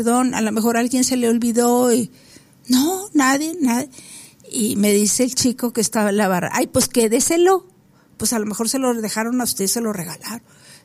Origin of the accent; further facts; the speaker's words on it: Mexico; ¿quiénes somos los mexicanos?